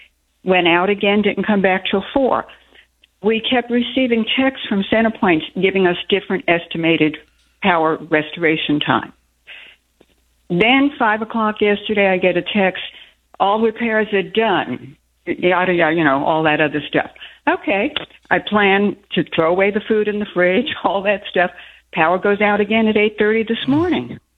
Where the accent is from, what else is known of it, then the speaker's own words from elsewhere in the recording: Brooklyn, New York, United States; now in Texas, United States; I'm originally from Brooklyn, but I'm almost a Texan. I've been here 45 years.